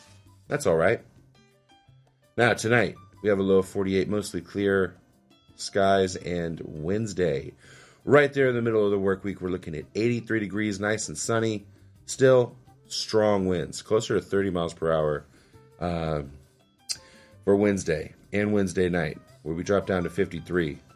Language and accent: English; Humboldt County, California, United States; growing up in Humboldt County, where it just stays nice and gray and kind of wet and foggy.